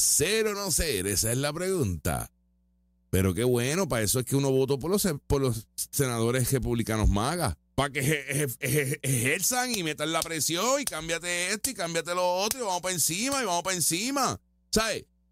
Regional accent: Puerto Rico

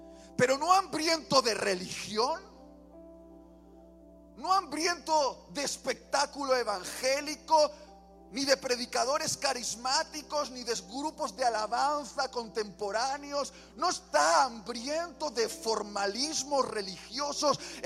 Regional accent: Spain; para todos aquellos que hemos crecido en el Mediterráneo, yo soy de allí, de España

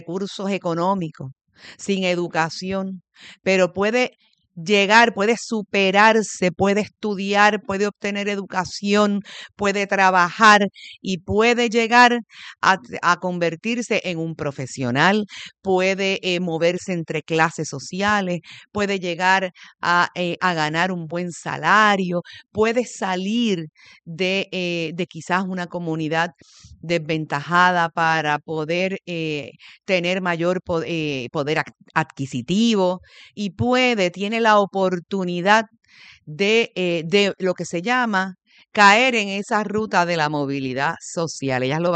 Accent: Puerto Rico; y sobre por qué como país nos toca a cada uno de nosotros como puertorriqueños defender, proteger lo que es nuestro proyecto social más importante.

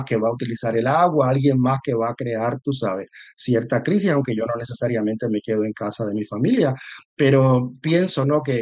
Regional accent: Puerto Rico; now in Ohio, United States; Una de las cosas que yo quiero rescatar en ese proyecto de la historia de … es la historia de la niñez en Puerto Rico, porque yo fui un niño nacido fuera del matrimonio, entonces fui dado en adopción y pasé de la barriada al caserío a la urbanización.

